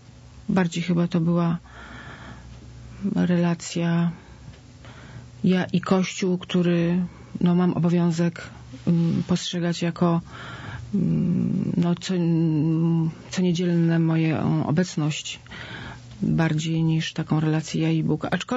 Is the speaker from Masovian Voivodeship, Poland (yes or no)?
yes; Płock, Masovian Voivodeship, Poland; urodziłam się w Płocku, ale to było środowisko jakby przedmieści z ogrodem, nawet z kawałkiem pola. Piękne miejsce.